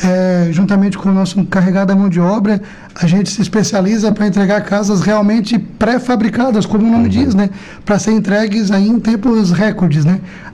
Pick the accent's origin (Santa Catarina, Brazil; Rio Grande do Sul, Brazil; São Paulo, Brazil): Santa Catarina, Brazil; Jacinto Machado; also born or lived in Criciúma / Maracajá; now in Araranguá, Brazil; Eu sou natural daqui, nasci em Jacinto Machado e sempre aqui da região. Sempre morei em Criciúma, morei em Araranguá. Moro em Araranguá, né? Morei em Maracajá, sempre fui daqui, sempre muito humilde